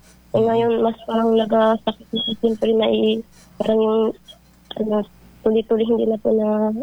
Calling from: Aborlan, Mimaropa, Philippines; Taga Kabigaan po. Barangay Kabigaan. Municipality po of Aborlan.

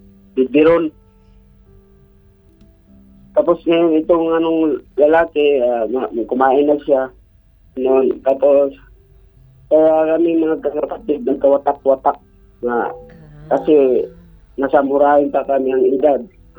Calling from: Biñan, Calabarzon, Philippines; From Binyan.

